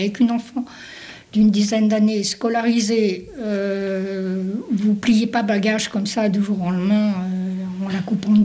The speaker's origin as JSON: {"language": "French", "country": "Switzerland", "said": "Oui, et donc je suis Suisse, et donc je peux pas faire faillite."}